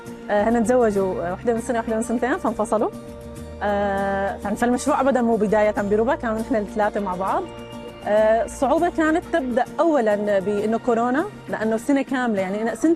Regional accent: Aleppo, Aleppo Governorate, Syria; now in Turkey; انا من حلب

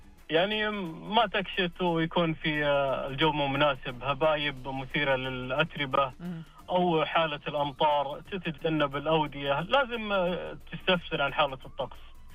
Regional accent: Tabuk, Tabuk Province, Saudi Arabia; عندنا بتبوك احنا سنويا تجينا حاله ثلج مره مرتين

